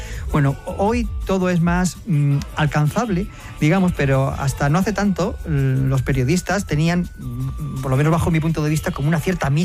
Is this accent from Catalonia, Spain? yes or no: no; Cuenca, Castilla-La Mancha, Spain; moved away; desde mi pueblo en Cuenca